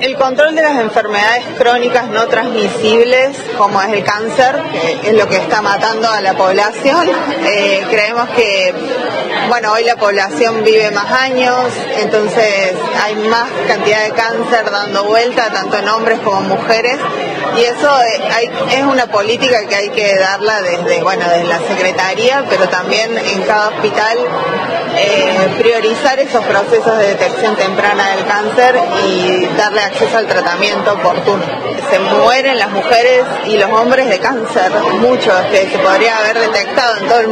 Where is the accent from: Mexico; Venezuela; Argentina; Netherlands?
Argentina; Córdoba; now in Esquel, Argentina; Yo soy de Córdoba, hace 15 años que vivo acá en Esquel